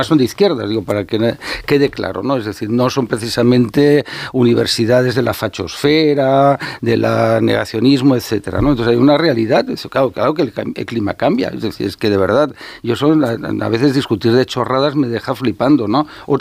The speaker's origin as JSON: {"language": "Spanish", "country": "Spain", "said": "Sinceramente, somos tontos los españoles, ¿no?"}